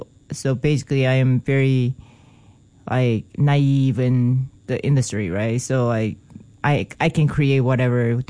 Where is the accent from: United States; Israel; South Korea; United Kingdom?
South Korea; moved away; So growing up in Korea, South Korea